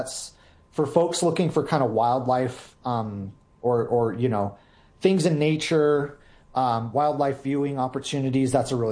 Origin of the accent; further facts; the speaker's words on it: Albuquerque, New Mexico, United States; also born or lived in Nebraska / Las Vegas, Nevada / Las Cruces; I've had the luxury of spending most of my life in New Mexico. I was born and raised in Albuquerque. You know, I was a son of a military family, so we kind of moved around a little bit when I was a kid, spent a couple years in Nebraska, spent a couple years in Las Vegas, Nevada.